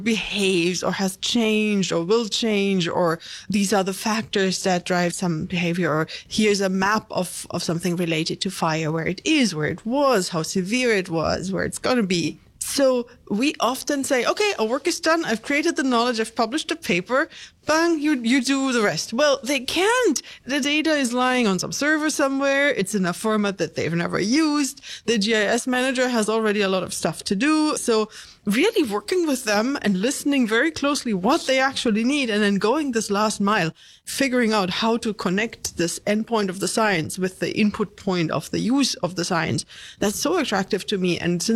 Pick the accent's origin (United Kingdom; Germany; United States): Germany; English is a second language; I'm German. I grew up in Germany. And at one point, I wanted to be a theoretical physicist.